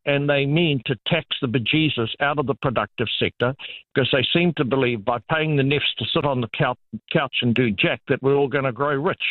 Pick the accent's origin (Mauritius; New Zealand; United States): New Zealand; Kaitaia, Northland; I come from Kaitai.